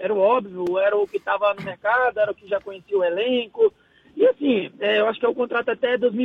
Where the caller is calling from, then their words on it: São Paulo, Brazil; Eu falo aqui da região do Butantã, Raposo Tavares.